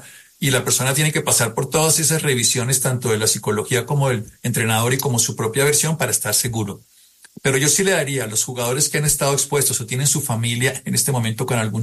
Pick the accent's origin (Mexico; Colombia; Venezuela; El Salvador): Colombia; Pero como colombianos, dejemos las divisiones